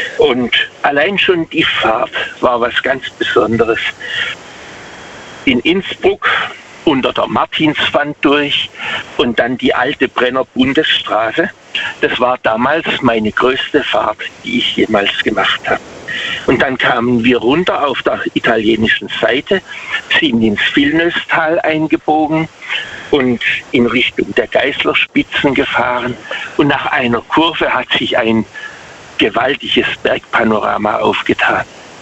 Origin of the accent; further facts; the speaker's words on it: Waghäusel, Baden-Württemberg, Germany; Also ich komme aus Waghäusel.